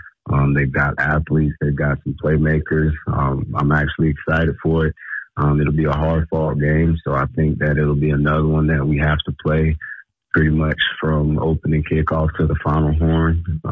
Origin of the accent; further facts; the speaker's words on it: Georgia, United States; I mean, I'm from Georgia myself, and it's, you know, more of a football hotspot than the Nevada area is.